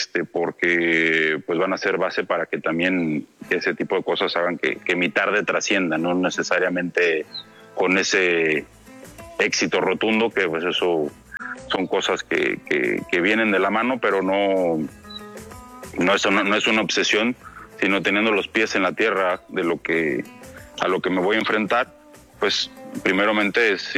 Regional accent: San Luis Potosí, Mexico; Luego el día 25 estaré en mi tierra, en San Luis Potosí

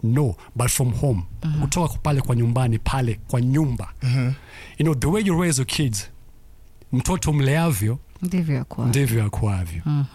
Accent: Kenya; first and foremost, like I said, I'm the Kenyan ambassador to the world.

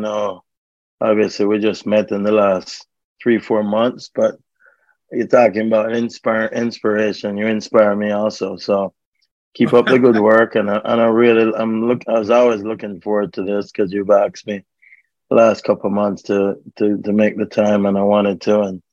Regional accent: Jamaica; also born or lived in England; I was born in England first, and had a broken home life, and then mom decided to go back home to Jamaica in 1968

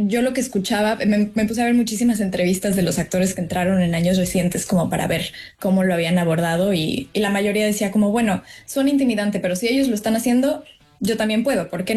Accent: Mexico

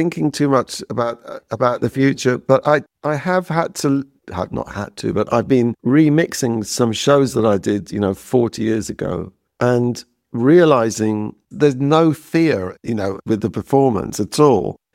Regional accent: High Wycombe, South East England, United Kingdom; born there; my hometown at the time, High Wycombe

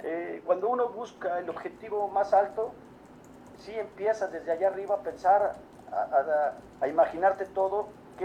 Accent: Mexico; nosotros en México

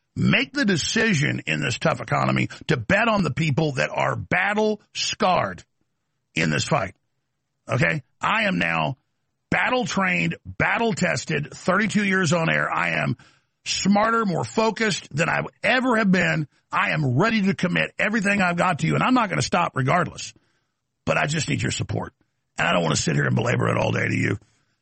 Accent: United States; I'm an American.

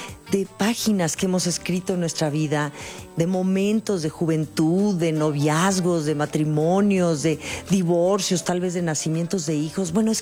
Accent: Mexico; oye, ¿y entonces qué somos, Pues mexicanos, ¿no?

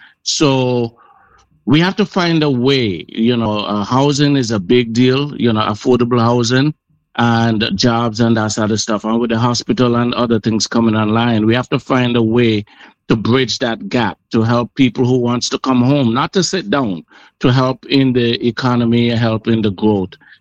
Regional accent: Montserrat; I said, well, guess what? I am from Montserrat, and you're one of the first people I've come across.

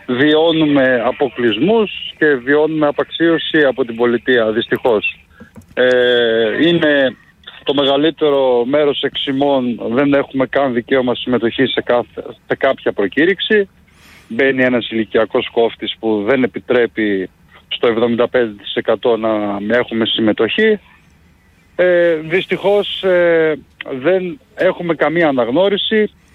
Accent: Thessaloniki, Central Macedonia, Greece; Δεν είναι από εδώ τοπικοί, είμαστε από όλη την Ελλάδα, εγώ είμαι από Θεσσαλονίκη

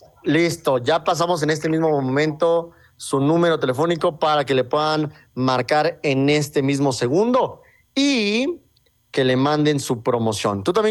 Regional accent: Mexico

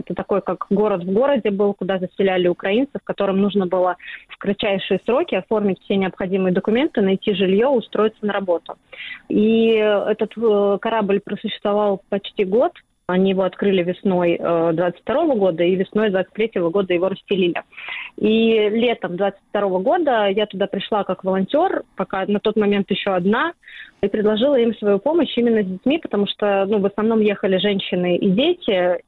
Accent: Russia; now in Estonia; Я из России, я, в принципе, всю жизнь занимаюсь проектами помощи детям в трудной жизненной ситуации.

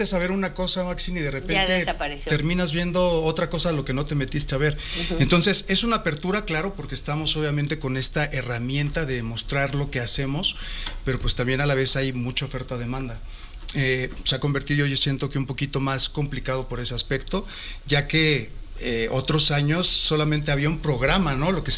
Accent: Veracruz, Mexico; Hecho en México, ¿no? Sí. Veracruz.

